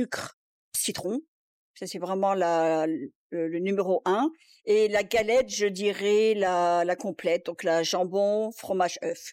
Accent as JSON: {"language": "French", "country": "France", "moved": "yes", "said": "comme je suis française"}